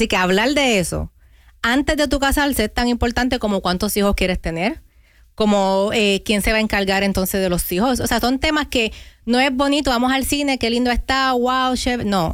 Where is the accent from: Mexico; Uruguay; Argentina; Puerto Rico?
Puerto Rico; Ya que soy boricua, vamos a hablar de la isla, porque es un lugar pequeño